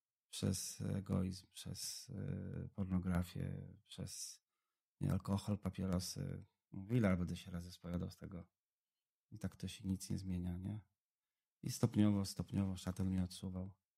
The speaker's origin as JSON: {"language": "Polish", "town": "Lublin", "region": "Lublin Voivodeship", "country": "Poland", "tie": "born or raised there", "moved": "yes", "said": "w Lublinie, tam gdzie ja się wychowałem"}